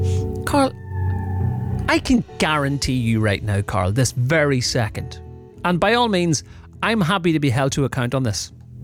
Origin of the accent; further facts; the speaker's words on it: Ireland; accent: Irish; The fluffiness of my gorgeous Irish accent.